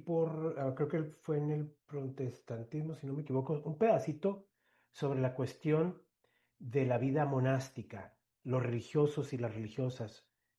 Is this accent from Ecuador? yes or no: no; Ciudad Juárez, Chihuahua, Mexico; yo soy de Ciudad Juárez, Chihuahua, mi esposa es de Cuauhtémoc, Chihuahua